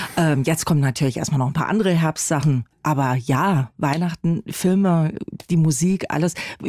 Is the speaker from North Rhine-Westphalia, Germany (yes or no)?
no; Kirchheim, Bavaria, Germany; da wo ich herkomme, aus Kirchheim in Oberbayern, das Räterfest.